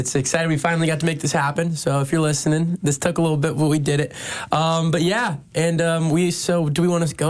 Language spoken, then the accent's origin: English; Fort Worth, Texas, United States; I'm a junior here at TCU, and I am from Fort Worth.